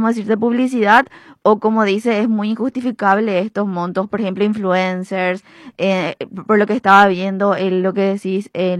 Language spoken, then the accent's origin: Spanish; Paraguay; luego ya somos los paraguayos, más o menos